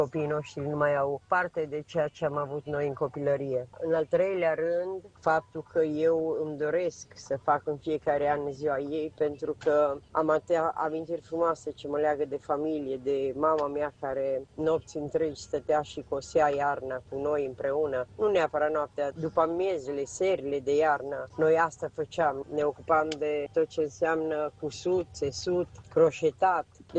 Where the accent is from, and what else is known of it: Romania; born or raised there; moved away as an adult; now in Rome, Italy